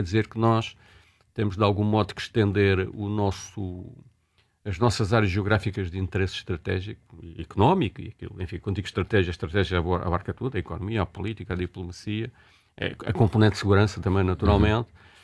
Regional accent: Alcácer do Sal, Setúbal, Portugal

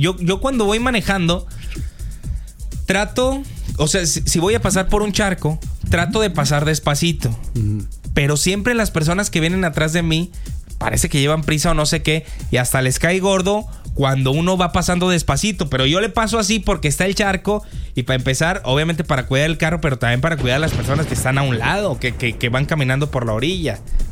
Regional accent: Mexico

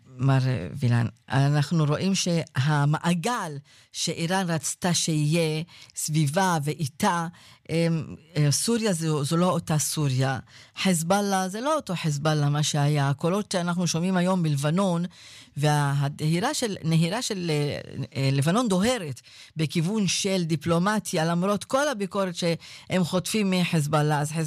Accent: Northern Israel, Israel; now in Jerusalem, Israel; כי גם אני צפונית, כן? אמנם אני גרה בירושלים, אבל אני צפונית

